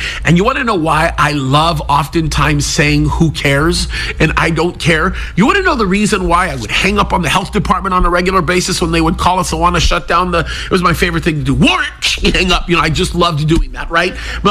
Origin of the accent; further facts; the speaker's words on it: United States; born there; I am first generation born into this country from two parents who were both born and raised in Egypt.